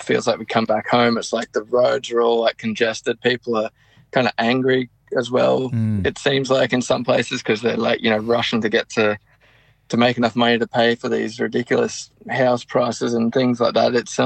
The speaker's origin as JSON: {"language": "English", "region": "Queensland", "country": "Australia", "tie": "born or raised there", "said": "I loved growing up where I grew up on the Sunshine Coast"}